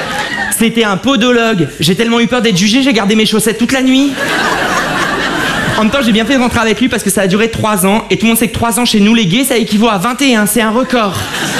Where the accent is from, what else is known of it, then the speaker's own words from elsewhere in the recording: Avion, Hauts-de-France, France; born there; j'ai pas eu de bol, je suis né dans le Pas-de-Calais, dans un village qui s'appelle Avion, près de Lens.